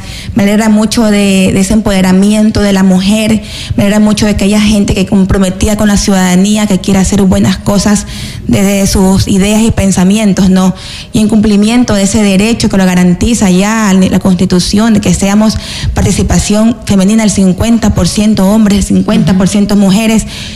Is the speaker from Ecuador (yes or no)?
yes; Ecuador; venimos como ecuatorianas de esa lucha